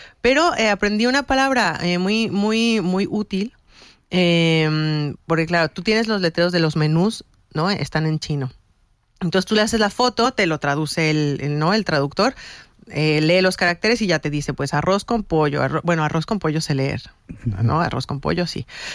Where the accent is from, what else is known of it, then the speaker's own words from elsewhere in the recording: Mexico; Y os lo dice una mexicana.